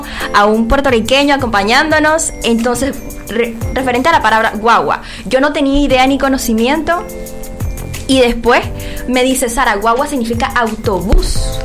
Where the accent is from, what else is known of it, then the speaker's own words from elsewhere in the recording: Nicaragua; como el buen nicaragüense que somos